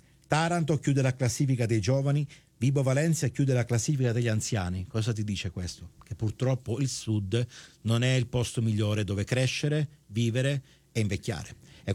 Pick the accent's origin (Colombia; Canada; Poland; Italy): Canada; da canadese quando vado al sud mi sento il re